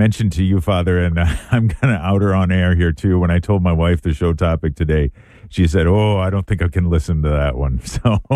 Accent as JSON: {"language": "English", "region": "Wisconsin", "country": "United States", "said": "in my home state of Wisconsin"}